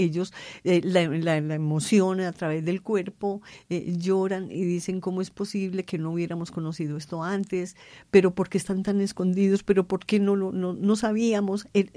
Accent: Antioquia, Colombia; Amo Antioquia, yo soy antioqueña, amo Antioquia con todo

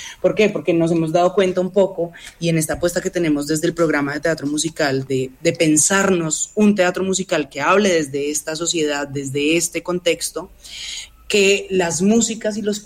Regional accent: Colombia; la comedia que nos caracteriza también como sociedad colombiana y latinoamericana.

